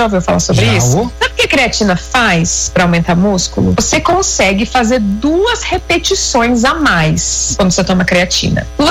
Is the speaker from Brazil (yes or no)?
no; Italy; Portuguese is a second language; Que eu preciso da minha mão, que eu sou italiana e eu falo com a mão